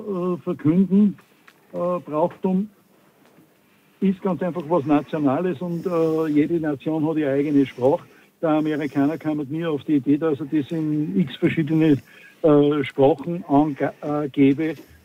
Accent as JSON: {"language": "German", "country": "Austria", "said": "also jetzt nicht nur bei uns in Österreich, sondern egal in was für ein Land"}